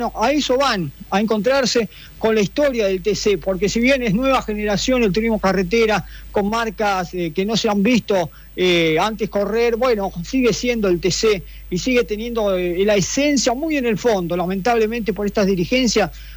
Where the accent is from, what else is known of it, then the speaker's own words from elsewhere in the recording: Argentina; como buenos argentinos que somos